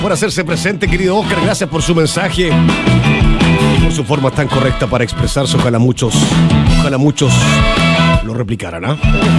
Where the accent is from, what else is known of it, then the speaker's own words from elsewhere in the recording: Chile; ¿para qué somos chilenos?